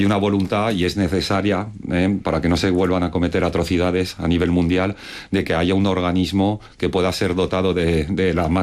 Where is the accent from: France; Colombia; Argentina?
France; Yo me acuerdo, como francés, haber vivido en directo el genocidio ruandés.